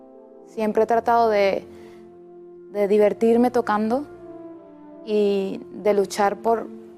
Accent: Venezuela; todos los músicos que crecimos en Venezuela y aprendimos a tocar un instrumento

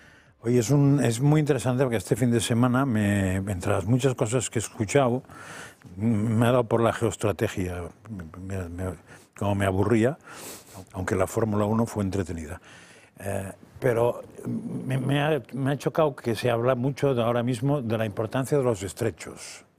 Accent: Spain; Y entonces me daba bastante vergüenza pensar que soy español y que me gobierna quien me gobierna

